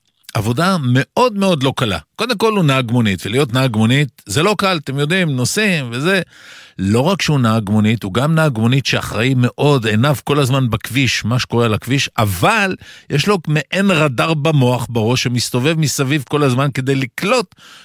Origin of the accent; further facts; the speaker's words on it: Sderot, Southern District, Israel; אני דרומי, אבל אני מרוקאי, אני מסדרות